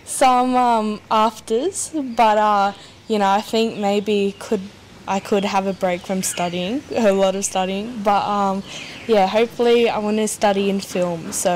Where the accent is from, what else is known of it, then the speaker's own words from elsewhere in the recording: Darwin, Northern Territory, Australia; I'm from Darwin, NT. I'm a proud doctorate from Bullening Community.